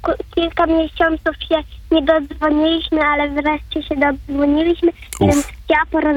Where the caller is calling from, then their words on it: Wrocław, Lower Silesian Voivodeship, Poland; Jestem z Wrocławia